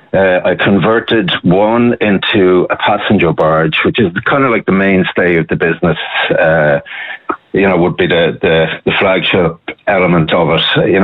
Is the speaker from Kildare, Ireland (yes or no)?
yes; Naas, Kildare, Ireland; I grew up in Naas in Kildare